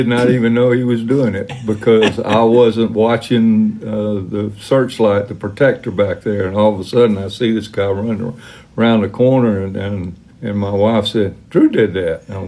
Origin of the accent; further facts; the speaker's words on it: Georgia, United States; I grew up in South Georgia.